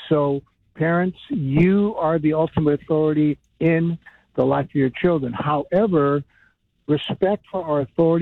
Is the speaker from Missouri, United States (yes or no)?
no; Los Angeles, California, United States; I grew up in Northeast LA, which is there's known for violence and gangs and drugs and things like that.